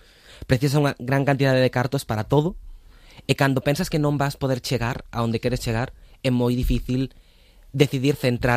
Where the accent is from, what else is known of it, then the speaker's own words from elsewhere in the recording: A Coruña, Galicia, Spain; Sí, a ver, eu son coruñés e, por exemplo, meus pais, a primeira vez que se mudaron foi a un piso de protección oficial